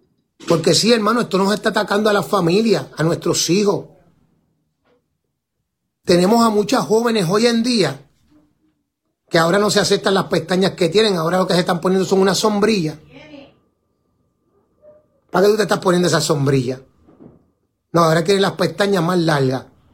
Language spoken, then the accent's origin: Spanish; Carolina, Puerto Rico; Yo soy de Carolina, papá.